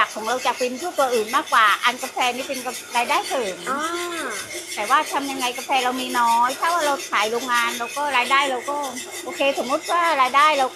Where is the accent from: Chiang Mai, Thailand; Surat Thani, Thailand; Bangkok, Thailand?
Surat Thani, Thailand; now in Ranong, Thailand; เป็นคนสุราษฎ